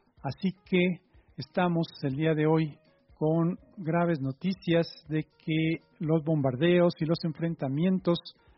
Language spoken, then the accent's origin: Spanish; Mexico